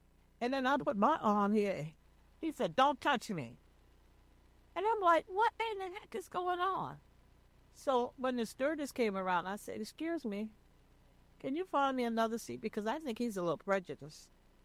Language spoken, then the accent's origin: English; the South, United States; And I'm a Southerner. I was born in the South.